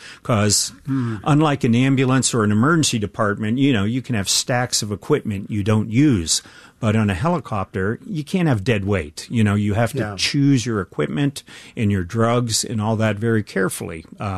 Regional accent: Steubenville, Ohio, United States; So one week covering the ER where I grew up in Steubenville, Ohio, it was that model in our hospital.

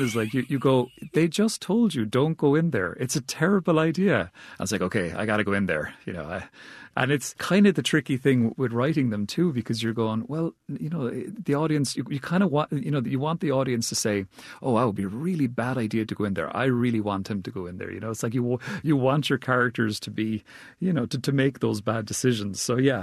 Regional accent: Cork, Munster, Ireland; We even shot it where I grew up, so I'm from Cork, which is in the southwest of Ireland.

